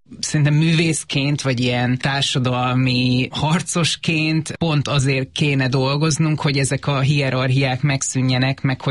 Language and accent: Hungarian; Pécs, Baranya, Hungary; born or raised there